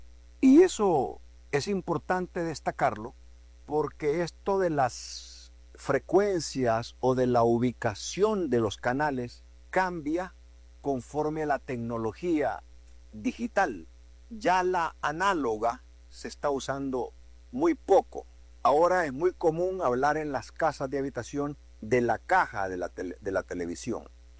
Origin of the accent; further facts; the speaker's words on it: Choluteca, Honduras; born there; now in Tegucigalpa, Honduras; mi pueblo de Cholutec. Yo soy de Cholutec.